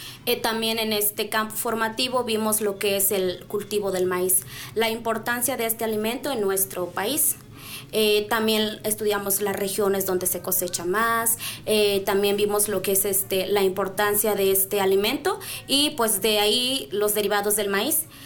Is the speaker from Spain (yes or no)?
no; Mexico; first language Nahuatl; Spanish is a second language; nuestro país México. Reflexionamos la importancia de preservar y valorar nuestra lengua materna, nuestra lengua náhuatl